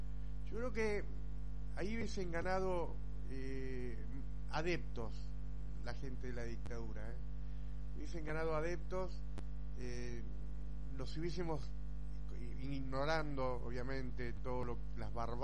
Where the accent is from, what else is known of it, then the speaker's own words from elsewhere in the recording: Argentina; duele nuestra apatía como argentinos.